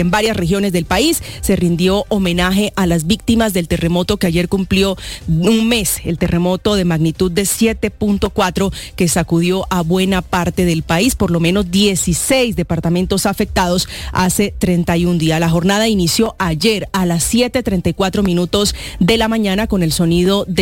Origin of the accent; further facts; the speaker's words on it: Colombia; más unidos como colombianos que nunca.